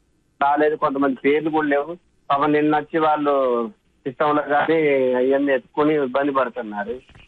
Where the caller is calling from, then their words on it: Rampuram, Telangana, India; Madam, మాది భద్రాద్రి కొత్తగూడెం జిల్లా, రాంపురం గ్రామం మేడం.